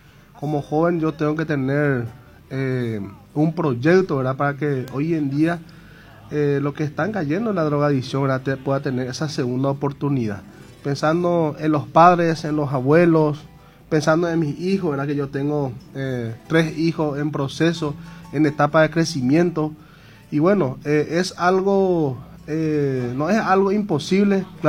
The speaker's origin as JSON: {"language": "Spanish", "town": "San Estanislao", "region": "San Pedro", "country": "Paraguay"}